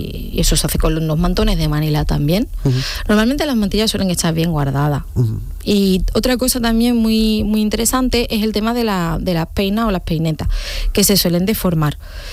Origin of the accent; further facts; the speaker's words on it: Santa Ana la Real, Andalusia, Spain; porque no estoy en mi pueblo, en Santa Ana la Real, y no me estoy arreglando para ir a la procesión